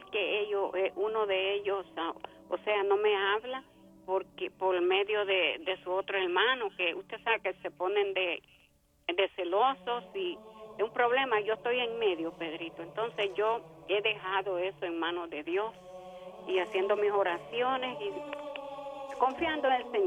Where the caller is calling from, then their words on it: New York, United States; Usted sabe que soy … del Bronx, Nueva York.